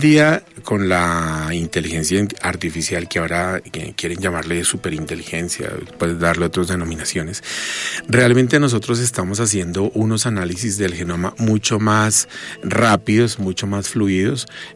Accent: Colombia; todos somos colombianos y que muchos realmente, desde el punto de vista genético, tenemos las mismas ancestralidades

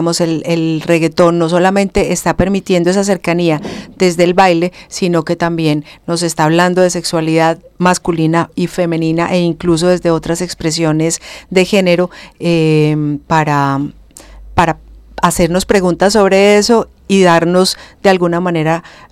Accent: Colombia; aquello que somos como colombianos y como latinoamericanos

